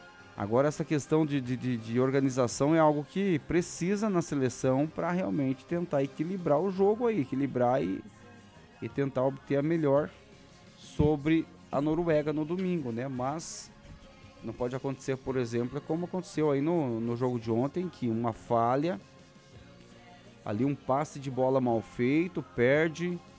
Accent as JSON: {"language": "Portuguese", "country": "Brazil", "said": "nós, como brasileiros"}